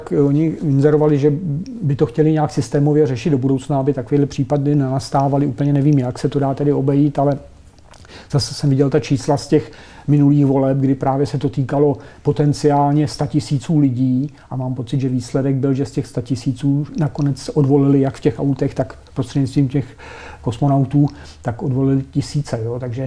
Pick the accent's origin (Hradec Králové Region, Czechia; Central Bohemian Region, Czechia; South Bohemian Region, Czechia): Central Bohemian Region, Czechia; Kladno; já jsem z Kladna